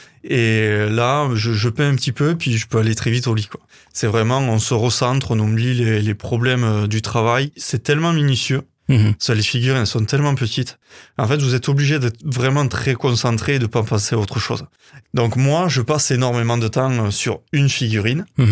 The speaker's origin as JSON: {"language": "French", "region": "Occitanie", "country": "France", "moved": "yes", "said": "moi je viens en fait du Couserin, c'est pas loin"}